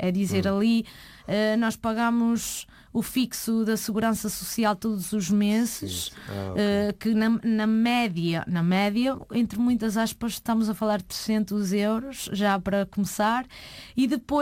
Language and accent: Portuguese; Arzúa, Galicia, Spain; now in Portugal; Eu sou da Arsua, que fica muito perto de Santiago de Compostela.